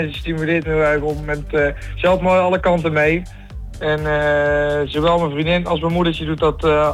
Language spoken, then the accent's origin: Dutch; North Brabant, Netherlands; we komen uit het mooie Brabant.